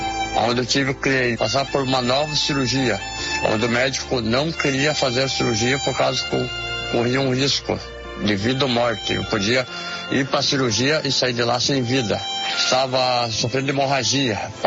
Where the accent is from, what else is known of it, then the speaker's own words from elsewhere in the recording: Timbó Grande, Santa Catarina, Brazil; Senhor, meus irmãos … sou da cidade de Timbó Grande, Santa Catarina, congrego na Igreja Pentecostal Deus e Amor.